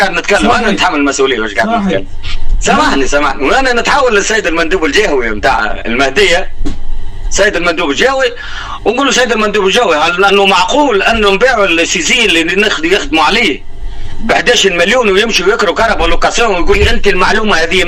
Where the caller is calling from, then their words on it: Portugal; نتكلم فيكم البرتغال انا.